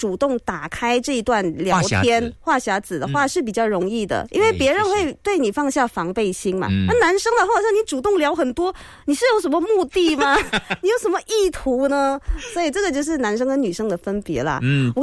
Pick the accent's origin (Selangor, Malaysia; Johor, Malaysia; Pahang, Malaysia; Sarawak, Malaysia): Johor, Malaysia; Johor Bahru; now in Kuala Lumpur, Malaysia; 我就说我的家乡新山。